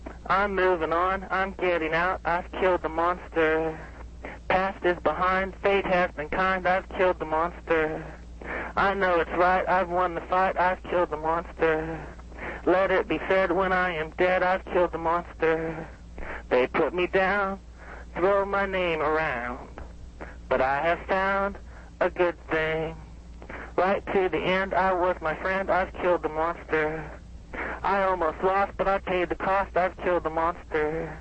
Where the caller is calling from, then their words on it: West Virginia, United States; West Virginia.